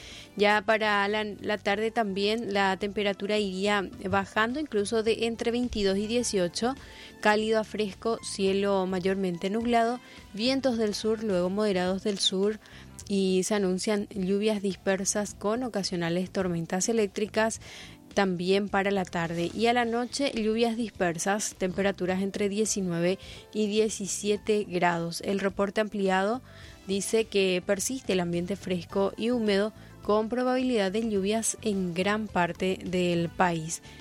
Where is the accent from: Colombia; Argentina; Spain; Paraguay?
Paraguay; Si no sufrimos, parece que no somos nuevos paraguayos, ¿verdad?